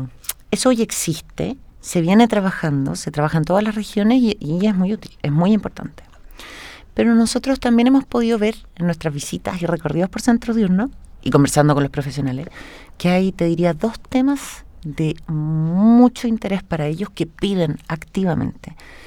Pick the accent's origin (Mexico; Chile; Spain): Chile; todos nosotros como chilenos